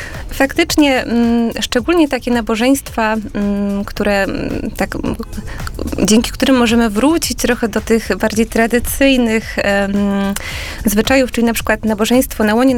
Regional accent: Warsaw, Masovian Voivodeship, Poland; szczególnie w miastach, ja jestem z Warszawy, więc dla mnie to jest mniej taka praktyka znana

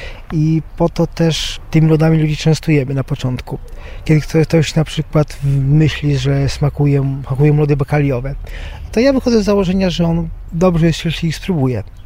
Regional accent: Warsaw, Masovian Voivodeship, Poland; Tak, ja wychowałem się na ulicy Strzeleckiej, na Stalowej. Te okolice nie są mi do końca obce.

